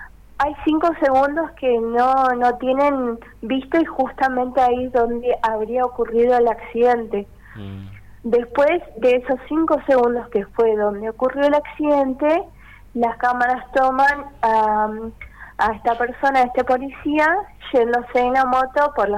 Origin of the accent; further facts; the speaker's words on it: Caleta Olivia, Santa Cruz, Argentina; soy yo que soy de acá de Caleta